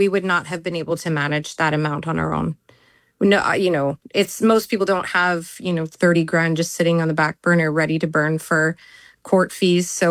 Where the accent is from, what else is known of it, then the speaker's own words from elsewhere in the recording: Canada; also born or lived in Australia / New Zealand; I didn't think along the lines of being Canadian, more that I had done my due diligence to have the paperwork in place that I needed in order to correctly navigate the immigration system. I've immigrated to Australia, New Zealand